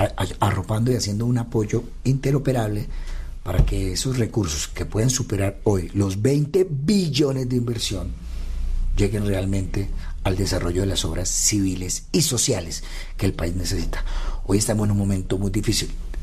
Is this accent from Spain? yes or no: no; Colombia; estas historias de vida nos hacen levantarnos como colombianos, con ímpetu, con decisión, con transparencia